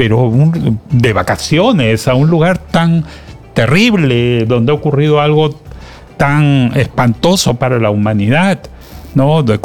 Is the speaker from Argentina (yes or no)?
no; Peru; yo, como peruano